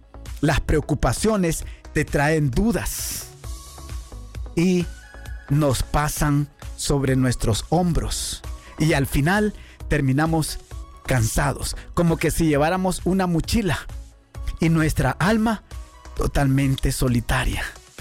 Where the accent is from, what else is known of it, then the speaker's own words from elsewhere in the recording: Honduras; Porque yo soy hondureño y créeme que yo me siento... me siento de verdad, no me siento una rata inmunda, ¿no?